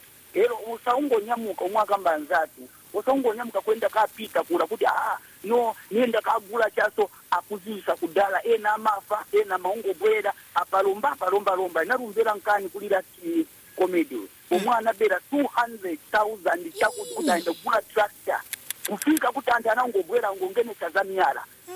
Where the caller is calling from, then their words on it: Lusaka, Lusaka Province, Zambia; I'm calling you in Usaka, Kanyama.